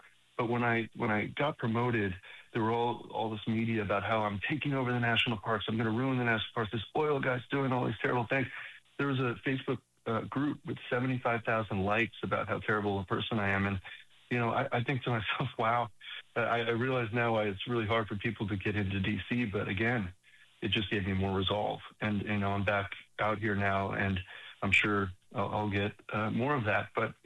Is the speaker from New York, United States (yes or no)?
yes; New York, United States; now in Houston, United States; You know, being a New Yorker coming into Houston, it was just incredible.